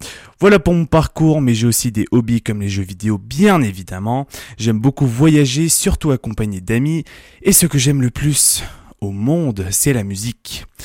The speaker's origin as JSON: {"language": "French", "country": "France", "tie": "born there", "also_born_or_lived": "Reus, Catalonia, Spain / Italy", "said": "j'ai 19 ans, je suis né le 7 août 2007 à Reus, c'est dans la Catalogne en Espagne. Et oui, je suis espagnol, à mes 3 ans je suis parti vers l'Italie, puis 3 ans plus tard je suis arrivé dans le beau pays qu'est la France."}